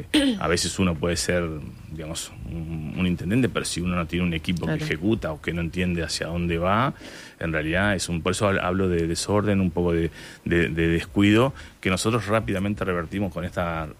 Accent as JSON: {"language": "Spanish", "town": "Fray Bentos", "region": "Río Negro", "country": "Uruguay", "tie": "born there", "said": "yo nací en Fray Ventos"}